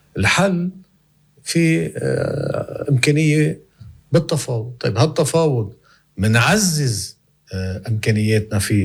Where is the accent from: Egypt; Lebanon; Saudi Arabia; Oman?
Lebanon; كلنا نحن لبنانيين بالأول